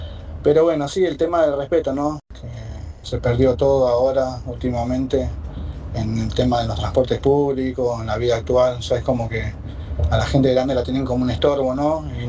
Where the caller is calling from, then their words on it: Ciudad Evita, Buenos Aires Province, Argentina; de Ciudad Vita.